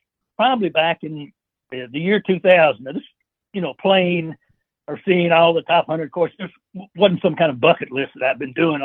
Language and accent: English; Fort Ord, California, United States; born there; I was born in Monterey, California, Pacific Grove, specifically Fort Ord